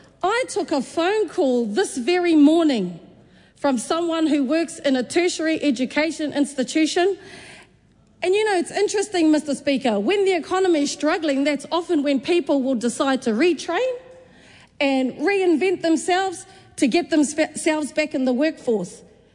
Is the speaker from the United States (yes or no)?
no; New Zealand; I come from Ikaroa Rāwhiti, where we bring the light every day.